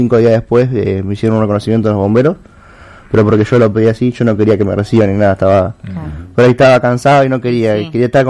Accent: Santa Fe, Argentina; born there; soy de Ceci.

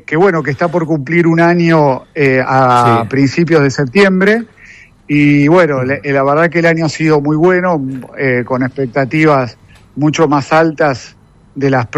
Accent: Argentina; moved away; nosotros en Argentina

